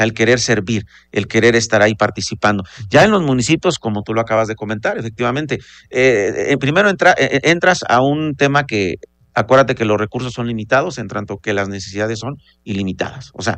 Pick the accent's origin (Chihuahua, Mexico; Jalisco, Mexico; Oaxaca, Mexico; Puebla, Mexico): Puebla, Mexico; San Martín Caltenco; yo fui en algún momento regidor de mi pueblo en la Junta Auxiliar de San Martín Caltenco.